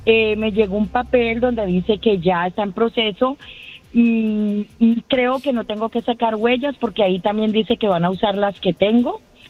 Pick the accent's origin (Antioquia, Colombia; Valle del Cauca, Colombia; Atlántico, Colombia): Valle del Cauca, Colombia; Cali; Ay, mi amor, como buena colombiana y buena caleña, para las que sea.